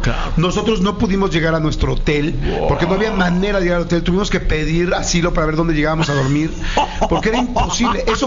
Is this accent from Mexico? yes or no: yes; Mexico; hace mucho tiempo que no me sentía orgulloso de gritar soy mexicano.